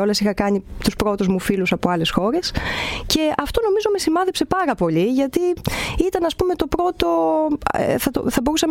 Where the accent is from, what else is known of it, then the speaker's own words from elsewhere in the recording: Volos, Thessaly, Greece; moved away; Γεννήθηκα εδώ στο Βόλο και βασικά χαίρομαι που είμαι στη γενέτειρά μου αυτή τη στιγμή